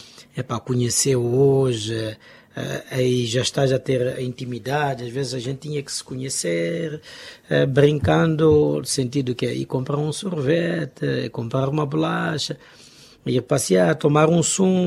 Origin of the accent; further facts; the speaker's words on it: Tete, Mozambique; also born or lived in Quelimane, Mozambique; Na verdade, eu nasci em Climane, só que venho para Tete muito, muito pequeno mesmo.